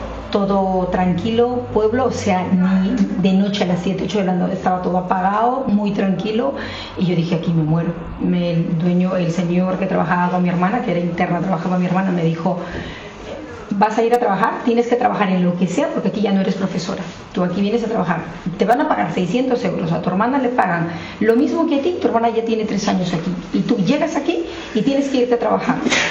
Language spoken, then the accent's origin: Spanish; Lima, Peru; moved away as an adult; now in Cantabria, Spain; Yo toda la vida vivo en Lima, que es como de Ciudad de México, alboroto total, o sea, una vida agitada. Llegas a Cantabria, a Pedreña, todo tranquilo, pueblo